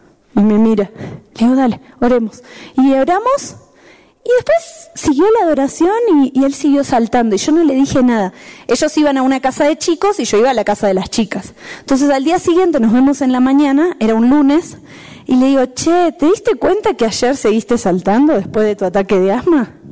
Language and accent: Spanish; La Paz, Bolivia; born there; Por más que nací en La Paz, llego de vuelta de un viaje y mi cuerpo se tiene que volver a adaptar, ¿sí o no?